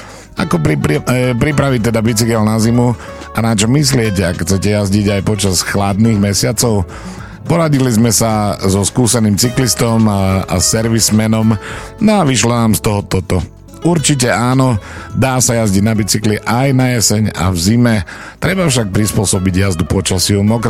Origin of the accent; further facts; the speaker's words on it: eastern Slovakia, Slovakia; ako sa hovorí u nás na východe